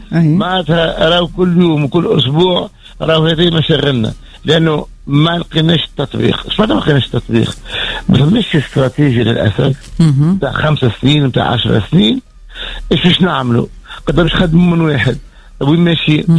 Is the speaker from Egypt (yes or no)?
no; Tunisia; عندنا في تونس